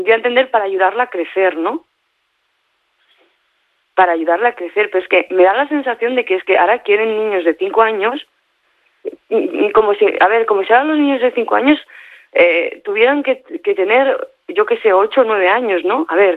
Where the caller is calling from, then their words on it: Barcelona, Catalonia, Spain; yo soy de Barcelona, ¿me entiendes? Y también he ido a colegios de pago